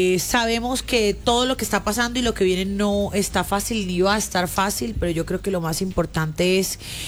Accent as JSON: {"language": "Spanish", "country": "Colombia", "said": "Ahora mismo somos hermanos colombianos que necesitamos, obviamente, ayudar a muchas familias"}